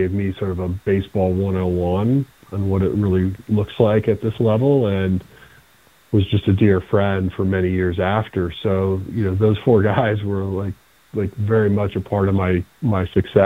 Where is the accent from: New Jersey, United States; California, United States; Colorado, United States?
Colorado, United States; Boulder; moved away as an adult; I grew up fly fishing in Boulder, Colorado.